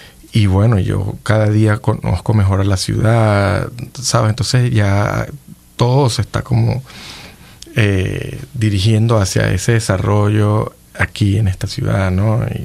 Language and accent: Spanish; Venezuela; No es que yo esté loco, no, es que yo soy muy venezolano.